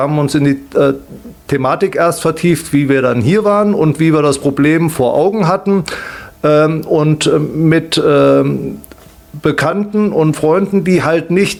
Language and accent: German; Wanfried, Hesse, Germany; Und ich komme gebürtig aus Wanfried. Bin dort geboren.